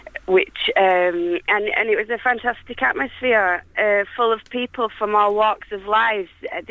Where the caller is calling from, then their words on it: Yorkshire and the Humber, United Kingdom; I'm from Yorkshire